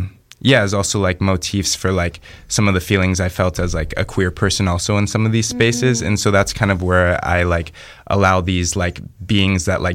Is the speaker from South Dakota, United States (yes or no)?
no; Chicago, Illinois, United States